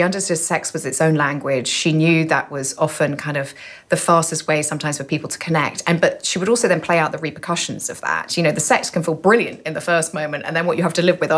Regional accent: United Kingdom; More sex, please. We're British.

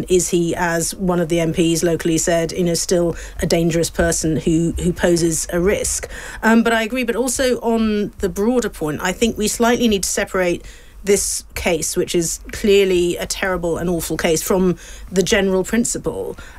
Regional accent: United Kingdom; I wasn't born in Britain. I am British.

